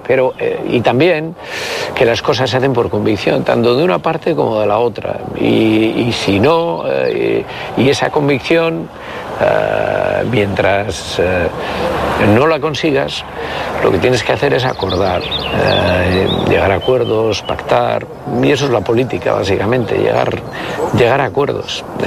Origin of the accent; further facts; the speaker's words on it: Bilbao, Basque Country, Spain; Aita me llevaba de pequeño a ver en San Ignacio, jugaban en el barrio de San Ignacio, el equipo que luego jugué yo, el Bilbao Rugby Club.